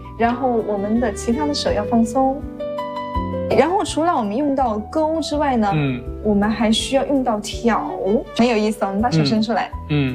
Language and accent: Chinese; Huaihua, Hunan, China; 作者叫做潘世全，是我们怀化市中方县金坪村的一位老艺术家。